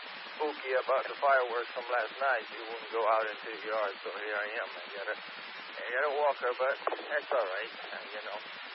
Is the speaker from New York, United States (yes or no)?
yes; Brooklyn, New York, United States; Listen, I grew up in Brooklyn, and I remember back in the day when these guys would sell this stuff off the back of their trucks and vans and so on.